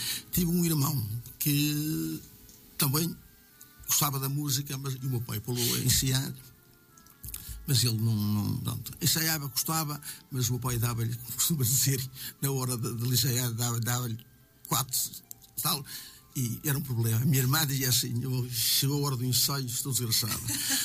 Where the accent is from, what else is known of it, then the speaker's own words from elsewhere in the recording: Portugal; Eu sou de uma família de músicos. Portanto, eu respiro música. Eu sou de Fariamundo, tenho 67 anos, como disse.